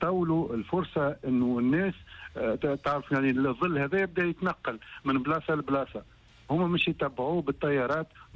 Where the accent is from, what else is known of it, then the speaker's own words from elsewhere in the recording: Tunisia; نحن في تونس